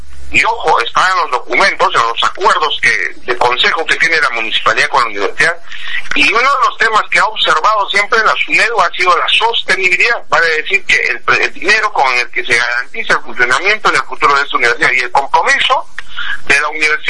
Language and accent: Spanish; Ilave, Puno, Peru; mi tierra es Silave, y yo represento a la región Puno